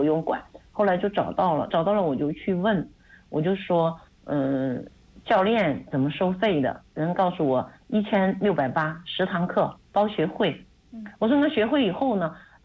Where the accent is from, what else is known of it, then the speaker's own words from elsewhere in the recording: southern China, China; 虽然我是南方人